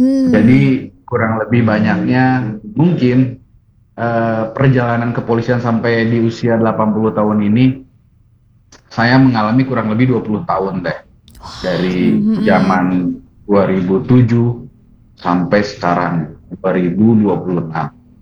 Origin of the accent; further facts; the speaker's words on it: Bandung, West Java, Indonesia; jadi dulu saya besar di Bandung, di masih wilayah Bandung.